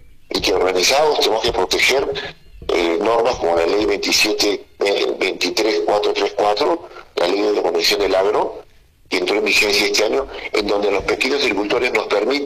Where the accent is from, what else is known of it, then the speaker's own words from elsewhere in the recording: Peru; como ciudadanos y como peruanos